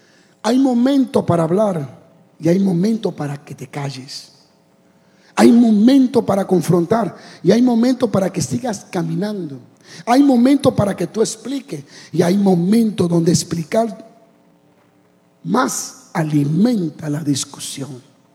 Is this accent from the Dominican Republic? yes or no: yes; Dominican Republic; Yo soy dominicano.